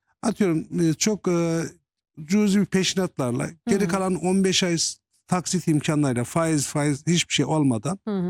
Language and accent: Turkish; Istanbul, Turkey; Biz Yenibosna'dan.